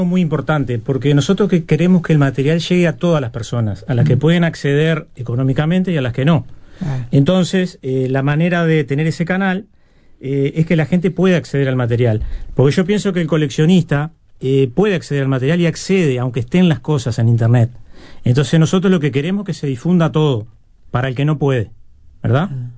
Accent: San Jacinto, Canelones, Uruguay; also born or lived in Pando; Y bueno, y yo también soy de San Jacinto.

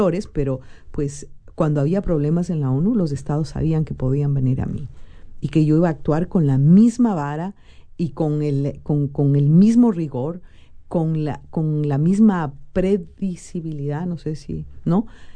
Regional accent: Ecuador; soy una mujer latinoamericana, ecuatoriana, con mucho orgullo

